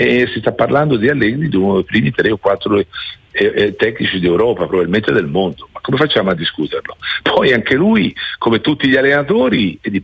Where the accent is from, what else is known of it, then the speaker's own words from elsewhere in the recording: Tuscany, Italy; siamo toscani tutti e due